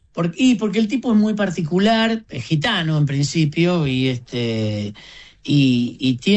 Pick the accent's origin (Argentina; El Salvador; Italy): Argentina; Rosario, Santa Fe; yo estoy lejos de ser gitano, soy rosarino.